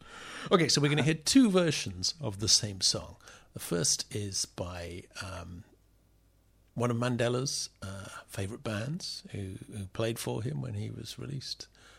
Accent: Wales, United Kingdom; I mean, I grew up in Wales, and there are certain sounds that you have in the Welsh language that you don't have in English.

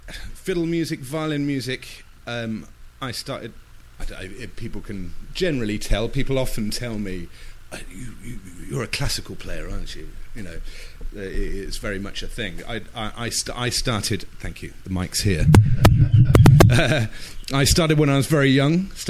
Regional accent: South West England, United Kingdom; I'm from the Cotswolds, and for my sins, I was a Morris dancer.

